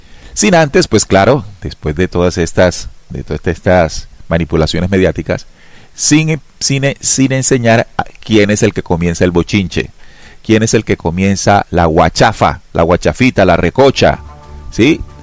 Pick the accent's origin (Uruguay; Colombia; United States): Colombia; Colombia, nuestro país.